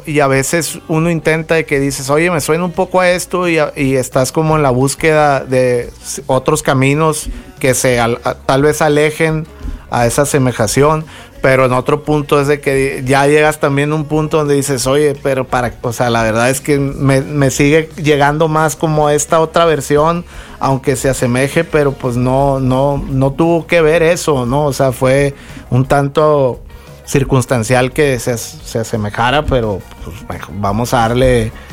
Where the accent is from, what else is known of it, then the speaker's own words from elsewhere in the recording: Sinaloa, Mexico; yo crecí con esa música. Claro. Pues soy de Sinaloa.